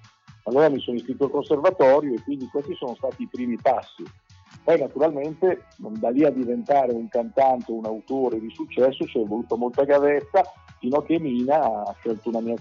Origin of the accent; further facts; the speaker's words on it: Monza, Lombardy, Italy; giocavo nel Monza, che è la mia città natale